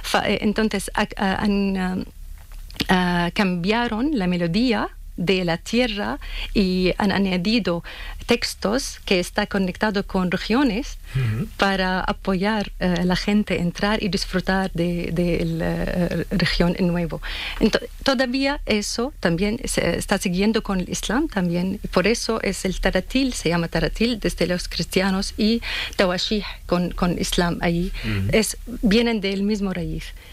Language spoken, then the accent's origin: Spanish; Damascus, Damascus Governorate, Syria; Spanish is a second language; also born or lived in Homs; Sí, de Homs. Pero aunque crecí en Damasco, pero nací en Homs.